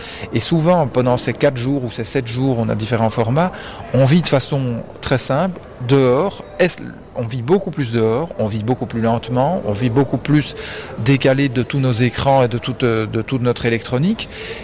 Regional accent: Belgium; je suis belge en plus

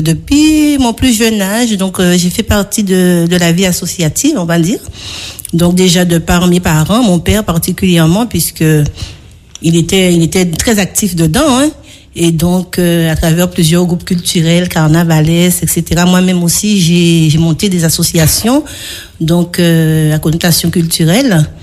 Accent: Anse-Bertrand, Guadeloupe; now in Sainte-Rose, Guadeloupe; donc de nom d'artiste, donc originaire d'Anse Bertrand, et j'habite à Sainte-Rose depuis déjà quelques années. Donc, natif. On va dire, d'origine nansoise

